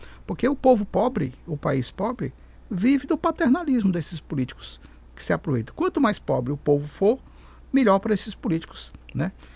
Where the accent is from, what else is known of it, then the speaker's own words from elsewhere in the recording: Ceará, Brazil; now in Roraima, Brazil; Eu sou do Ceará. O Ceará era um estado paupérrimo. Povo pobre. Eu estou aqui em Roraima há 39 anos.